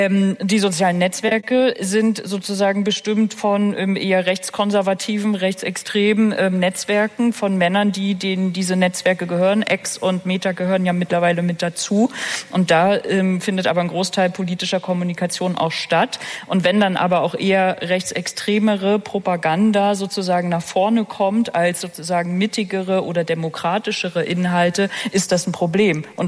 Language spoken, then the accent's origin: German; Rostock, Mecklenburg-Vorpommern, Germany; ich bin 14 Jahre, ich komme aus Rostock.